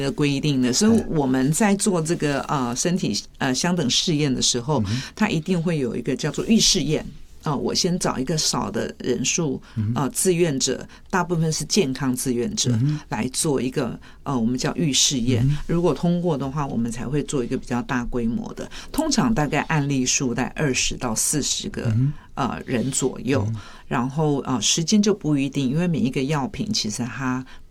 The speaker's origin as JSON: {"language": "Chinese", "country": "Taiwan", "said": "就是我们台湾人讲一句话叫做“贵也卡好”"}